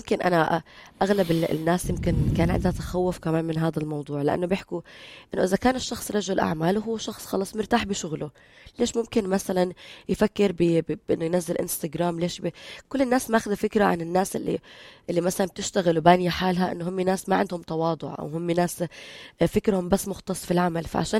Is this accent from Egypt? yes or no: no; Jordan